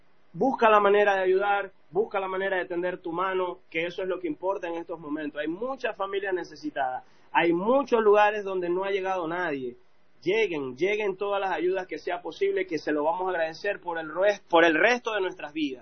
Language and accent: Spanish; Maracaibo, Zulia, Venezuela; En Maracaibo específicamente, que es la ciudad donde, de donde yo soy